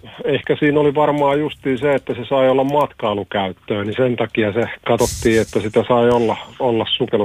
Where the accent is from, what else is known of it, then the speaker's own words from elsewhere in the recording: Lahti, Päijät-Häme, Finland; mä oon Lahdesta